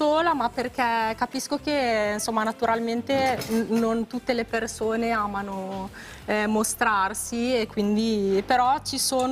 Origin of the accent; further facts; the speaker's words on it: Bologna, Emilia-Romagna, Italy; Di Bologna, abito... Ah, sì, della provincia di Bologna, sì.